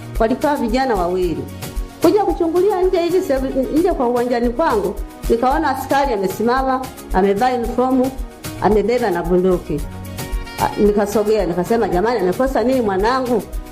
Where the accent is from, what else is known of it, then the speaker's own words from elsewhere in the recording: Manyoni, Singida, Tanzania; Nimetoka Manyoni. Nimetoka Manyoni baba.